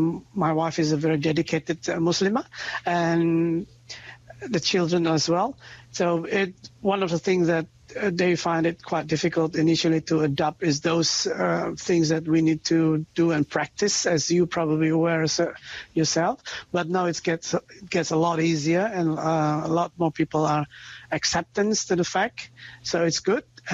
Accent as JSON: {"language": "English", "town": "Bogor", "region": "West Java", "country": "Indonesia", "tie": "born or raised there", "also_born_or_lived": "Jakarta, Indonesia", "moved": "yes", "said": "And we moved out from Jakarta when I was quite young. So we moved to Bogor for a much livable environment, sort of say. And it's a much cooler area up in the mountain. It's also known as a rainy city because it rains a lot."}